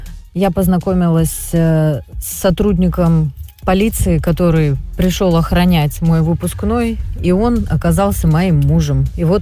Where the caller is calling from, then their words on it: Kaliningrad, Kaliningrad Oblast, Russia; я из Калининграда